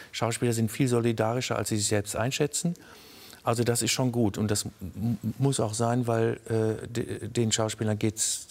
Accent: North Rhine-Westphalia, Germany; ich komme aus dem Ruhrgebiet und ich habe in der Zeit damals die Umrisse der Sonne nicht gesehen und auch keine Sternenhimmel, kannte ich nicht.

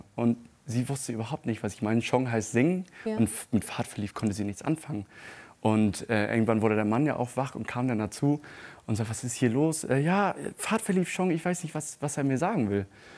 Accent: Oldsum, Schleswig-Holstein, Germany; Also es wird wirklich in dem Ort, wo ich aufgewachsen bin, in Olzum, gehört das noch zur alltäglichen Umgangssprache.

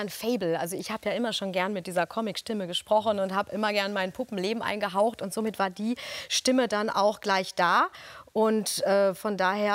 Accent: North Rhine-Westphalia, Germany; weil ich komme ja gebürtig aus dem Ruhrgebiet.

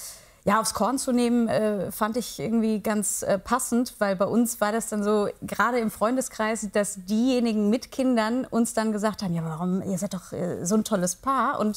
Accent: Heinsberg, North Rhine-Westphalia, Germany

